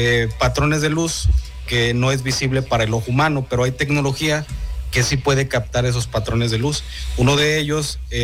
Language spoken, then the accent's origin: Spanish; San Juan del Río, Durango, Mexico; en mi pueblo es el segundo colonizado aquí en el estado de Durango. El primero fue Nombre de Dios y luego fue San Juan de Río en las misiones franciscanas.